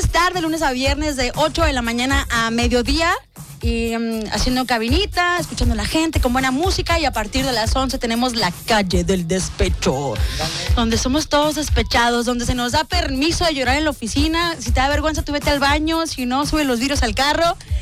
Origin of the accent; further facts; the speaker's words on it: Chihuahua, Mexico; also born or lived in Monterrey; originaria soy chihuahuita, pero ojo, yo no soy como los de allá, tranquilo, órale, yo no soy así. Soy de Chihuahua, pero duré un rato viviendo en Monterrey, ahí andando en varias partes de México también.